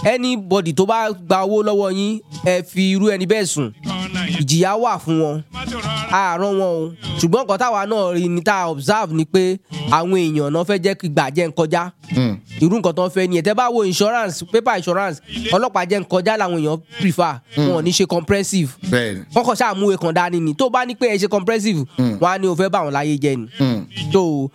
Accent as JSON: {"language": "Yoruba", "town": "Igan Alade", "region": "Ogun", "country": "Nigeria", "said": "Ọmọ Ogun State dẹni mi, ìgan aládé ni mo ti wá."}